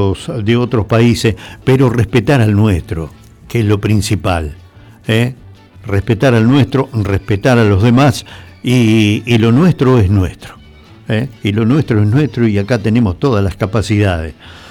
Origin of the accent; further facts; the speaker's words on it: Argentina; tenemos que convencernos de que somos argentinos